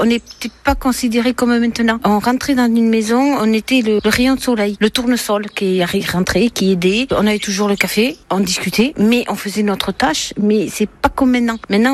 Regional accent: Montléon, France; je suis aide à domicile et je suis de Montléon.

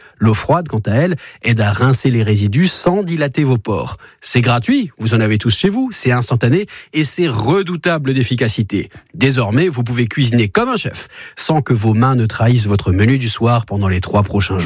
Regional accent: Grand Est, France; Et par chez nous, en Alsace, on a tendance à mettre la dose en ail.

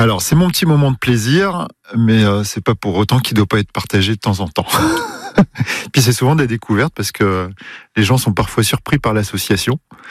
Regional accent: Grand Est, France; une petite boisson qui me rappelle mon papa et mon pays, puisque je suis alsacien.

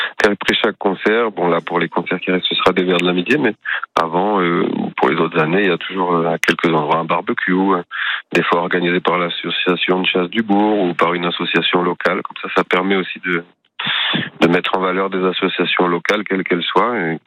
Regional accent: Felletin, Nouvelle-Aquitaine, France; Moi je suis de la Creuse, je suis originaire de Feltin.

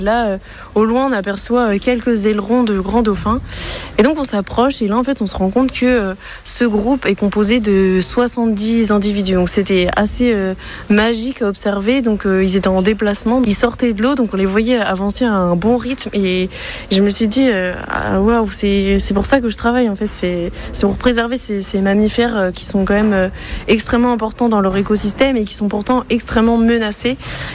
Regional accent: Brest, Brittany, France; J'ai grandi à Brest et j'étais tout le temps en train de me promener sur les littoraux, de regarder mon environnement.

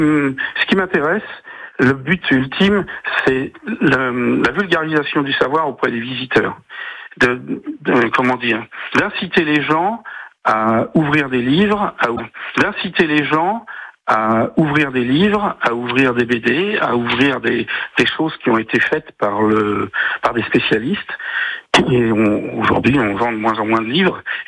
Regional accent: Brittany, France; je suis breton et je viens en Vendée pour réaliser cet événement.

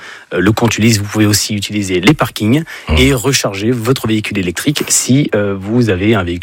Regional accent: Aubervilliers, Île-de-France, France; born there; Oui, je suis né à Aubervilliers en 1983, en région parisienne.

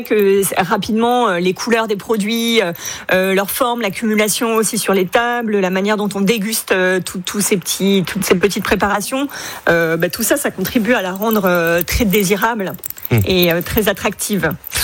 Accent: France; ici chez nous en France.

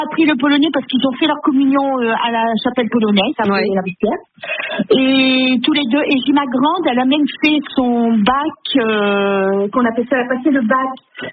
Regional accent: Bruay-la-Buissière, Hauts-de-France, France; C'est là où je suis née, là où j'ai vécu plus de 60 ans.

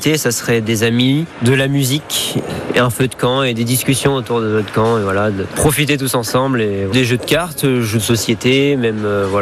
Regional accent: France; je suis de Corrèze, une petite commune dans la Marne.

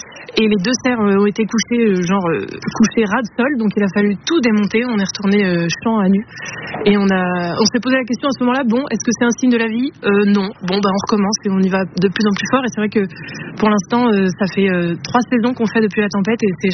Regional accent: Île-de-France, France; moved away as an adult; je viens de Seine-Saint-Denis. Et les 25 premières années de ma vie, je n'ai pas vraiment vu de terreau.

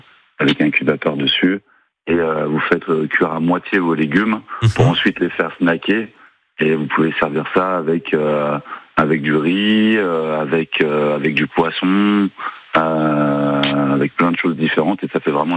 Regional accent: Lyon, Auvergne-Rhône-Alpes, France; now in La Capelle, France; Moi, je viens de Lyon à la base

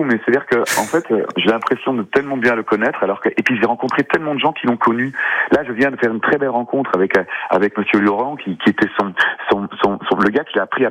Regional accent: Belgium; je suis belge comme lui, on a été éduqués en bilingue, en français et en flamand comme lui

